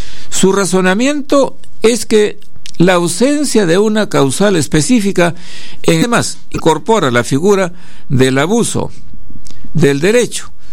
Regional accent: Peru; como los peruanos somos intonsos y vivimos en un país bananero

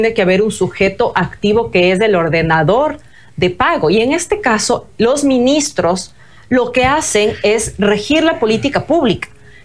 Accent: Ecuador; no podemos seguir como ecuatorianos pretendiendo y haciéndonos al dolor de ya nos robaron

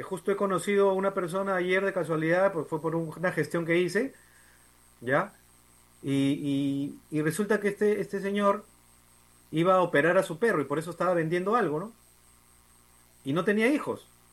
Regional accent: Peru; le hacíamos el roche de su vida como pares peruanos

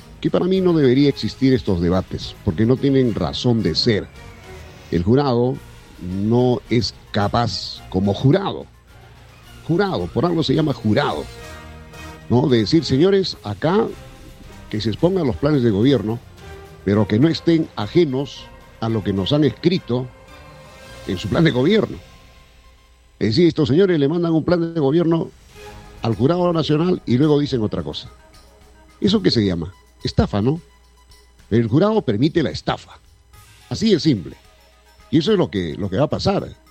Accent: Peru; nos conviene como peruanos, como país, como familia

